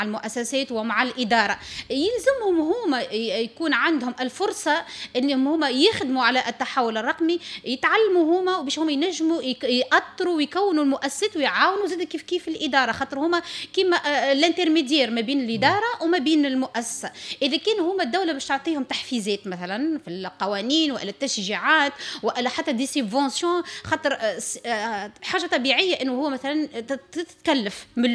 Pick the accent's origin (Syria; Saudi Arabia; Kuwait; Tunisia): Tunisia